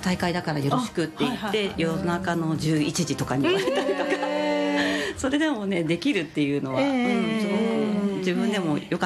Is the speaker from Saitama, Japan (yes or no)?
yes; Kitamoto, Saitama, Japan; 場所的には、はい、まあ、北本市 で、うん、で自宅の私の、うん、自宅の裏に、うん、あの私の実家があるんですけれども、